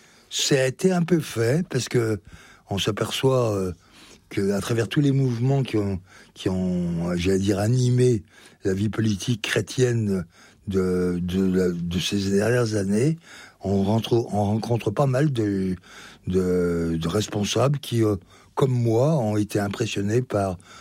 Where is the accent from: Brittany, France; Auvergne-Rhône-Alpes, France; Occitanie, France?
Auvergne-Rhône-Alpes, France; Belley; je suis chez moi à Belay. Mes parents, mon père y a exercé son activité économique et en même temps était premier adjoint. Ma mère est née là et nous a élevés ici.